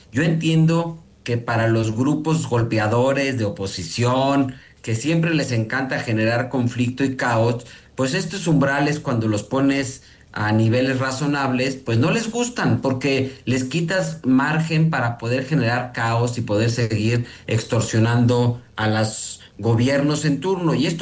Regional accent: Mexico; todos somos mexicanos

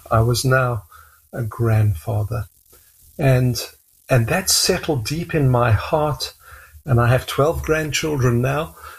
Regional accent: South Africa; accent: South African; moved away as an adult; also born or lived in London, England; now in Canada; I was born in London, England, a Scottish father, an English mother. And when I was a child, we immigrated to South Africa, and that's my accent. I lived in South Africa for 25 years.

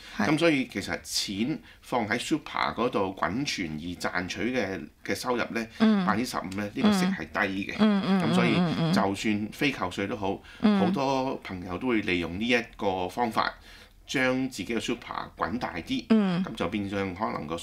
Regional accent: Australia; 咁所以呢個就作為澳洲人可能都係有啲自豪啩。

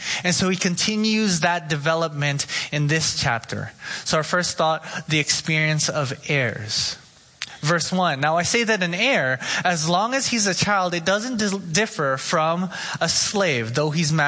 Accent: Oxnard, California, United States; born or raised there

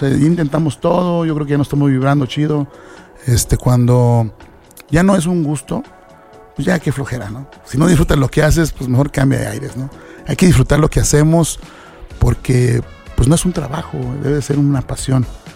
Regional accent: Mexico; Realmente somos mexicanos y esa lo tenemos en el ADN, la fiesta.

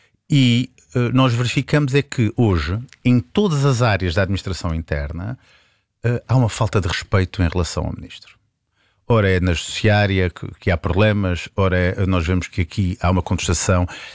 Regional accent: Azores, Portugal; Eu como açoriano

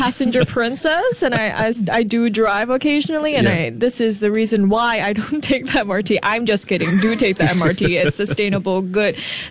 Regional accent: Singapore; I grew up in Singapore.

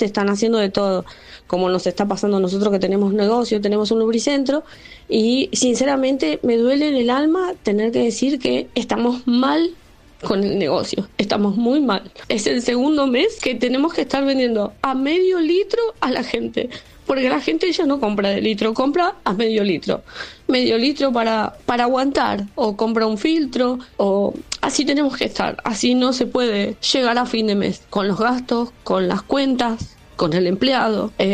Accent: Florencio Varela, Buenos Aires Province, Argentina; soy de Florencio Varela.

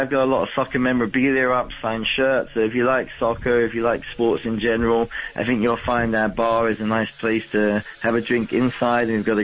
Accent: London, United Kingdom; now in United States; I'm from South London, and Crystal Palace is my soccer team. That's where I'm from, in that area.

